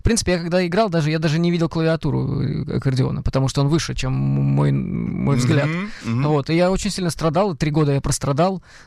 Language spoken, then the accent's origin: Russian; Maloarkhangelsk, Oryol Oblast, Russia; born there; also born or lived in Western Ukraine; Я родился в России в городе Малоархангельске, это Орловская область.